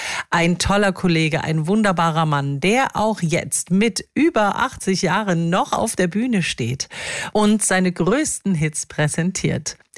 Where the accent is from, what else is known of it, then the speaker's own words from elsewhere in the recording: Ilmenau, Thuringia, Germany; Da ist er in meiner Heimatstadt, direkt am Tag nach der … Die ist am 3. Oktober in der Festhalle Ilmenau.